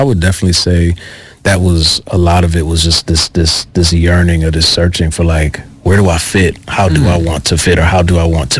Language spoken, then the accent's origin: English; Midwest, United States; for me, growing up in the Midwest, the albums were really dark.